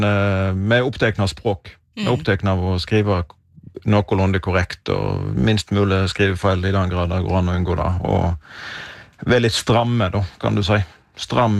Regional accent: Vestland, Norway; Vi kommer jo fra Jon Fosseland, som er vel på en måte litt programforpliktet til å både skrive og like nynorsk.

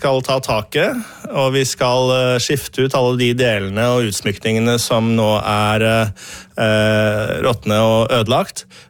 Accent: Eastern Norway, Norway; Som østlending

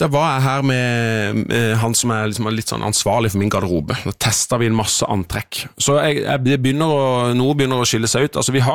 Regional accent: Søgne, Agder, Norway; Vi hadde øvingstid i Søgne der jeg kommer fra.

